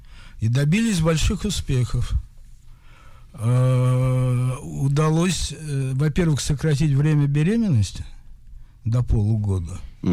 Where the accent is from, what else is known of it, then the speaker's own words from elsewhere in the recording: Moscow, Russia; Я родился в Москве. Учился в замечательной второй школе, если кто знает, что это такое.